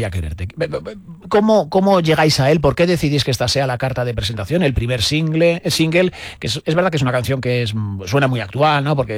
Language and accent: Spanish; Palencia, Castile and León, Spain; pero yo soy de Palencia. O sea, en el Secarral castellano tan precioso.